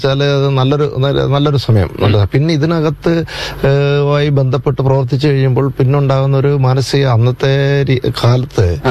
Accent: Charummood, Kerala, India; ഞാൻ ജനിച്ചത് ആലപ്പുഴ ജില്ലയിലാണ്. കരിമുളയ്ക്കലിനും ചാരുമൂടിനും ഇടയിലുള്ള ഒരു സ്ഥലമാണ് അവിടെ. അത് ഞാനൊരു 4 ക്ലാസ് വരെ ചാരുമൂട് സ്കൂളിലാണ് പഠിച്ചത്.

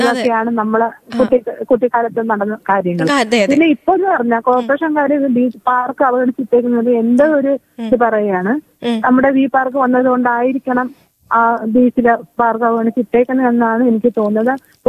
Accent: Kollam, Kerala, India; moved away as an adult; now in Mangad, India; ഞാൻ ജനിച്ചത് തന്നെ ആണ്ടാമുഖം നമ്മുടെ ബസ് സ്റ്റാൻഡ് ഇപ്പോഴത്തെ ബസ് സ്റ്റാൻഡിന്റെ അടുത്ത ഒരു പള്ളിയുണ്ടല്ലോ, അതാണ് ഞങ്ങളുടെ കുടുംബ പള്ളിയും അതിന്റെ അടുത്ത വീട്.

